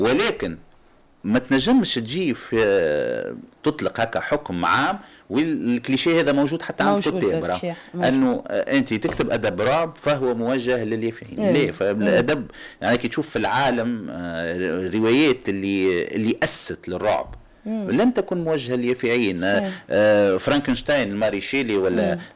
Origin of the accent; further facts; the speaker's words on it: Tunisia; واحنا شعب تونسي